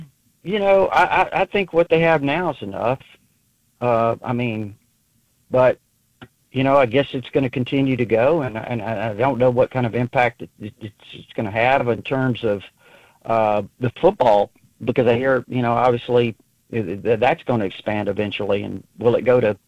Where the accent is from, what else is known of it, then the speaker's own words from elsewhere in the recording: Texas, United States; Growing up in South Texas, it was so hot and humid down there.